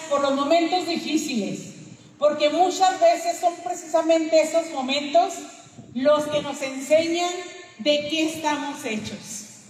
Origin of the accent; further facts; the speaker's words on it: San Francisco de Conchos, Chihuahua, Mexico; mi tierra que tanto quiero